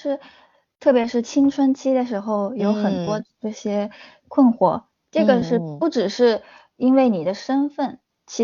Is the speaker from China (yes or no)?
no; Japan; 像我一样在日本长大的 中国人的朋友很多